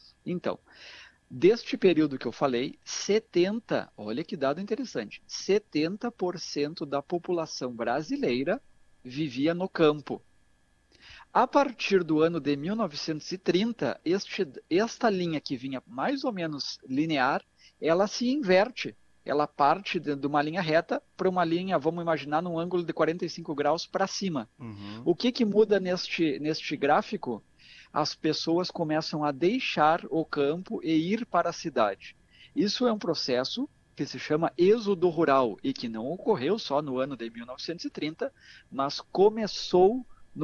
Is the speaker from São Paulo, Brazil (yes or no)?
no; Rio Grande do Sul, Brazil; nós, como gaúchos, temos sim uma cultura muito forte